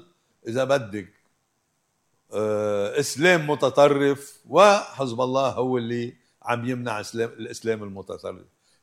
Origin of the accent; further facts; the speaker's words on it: Lebanon; بس إنما نحن كلبنانيين